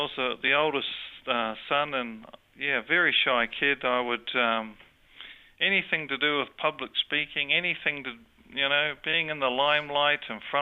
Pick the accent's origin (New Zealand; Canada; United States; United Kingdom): New Zealand; accent: New Zealand; also born or lived in Sydney, Australia; Well, I have a New Zealand accent, but I was born in Sydney.